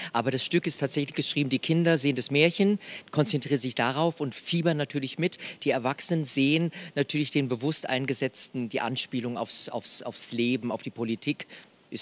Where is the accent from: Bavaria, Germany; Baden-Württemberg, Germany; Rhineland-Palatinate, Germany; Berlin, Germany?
Rhineland-Palatinate, Germany; Mainz; moved away; ich bin aber Rheinland-Pfalz, ich bin Mainzer-Bub.